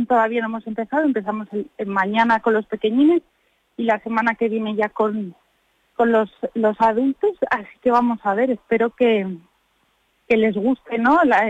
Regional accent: León, Castile and León, Spain; now in Almodóvar del Pinar, Spain; ahora que estamos aquí en Almodóvar, yo soy de León

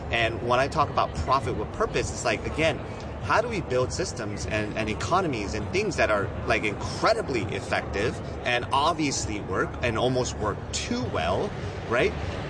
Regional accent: California, United States; born or raised there; now in New York City, United States

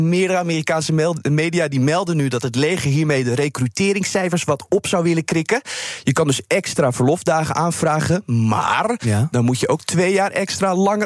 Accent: Netherlands

